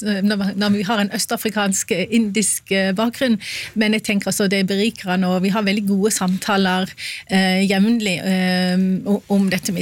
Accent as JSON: {"language": "Norwegian", "region": "Oslo", "country": "Norway", "said": "Jeg kan også si at jeg en Oslo-jente på tross av dialekten min."}